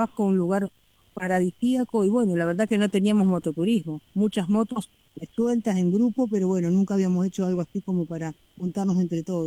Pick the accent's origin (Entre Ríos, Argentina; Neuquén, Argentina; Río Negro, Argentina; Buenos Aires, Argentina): Buenos Aires, Argentina; now in San Francisco, United States; Somos de Buenos Aires y vinimos unos años por vivir a San Francisco